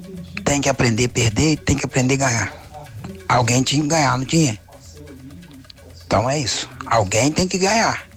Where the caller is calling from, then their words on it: Brazil; do bairro São Joaquim.